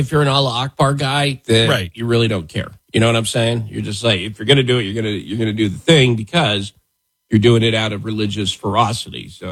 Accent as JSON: {"language": "English", "town": "Buffalo", "region": "Wyoming", "country": "United States", "tie": "born or raised there", "moved": "yes", "said": "where I grew up in Wyoming."}